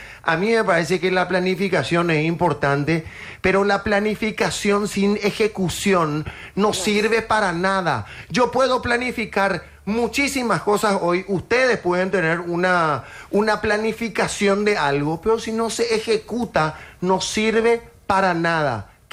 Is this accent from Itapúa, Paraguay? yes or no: no; Asunción, Paraguay; yo también soy de Asunción, y me pongo en el lugar también de otros asuncenos.